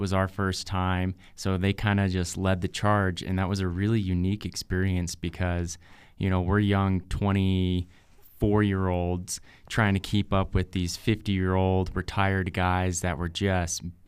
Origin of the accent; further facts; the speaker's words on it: Utah, United States; I grew up in Utah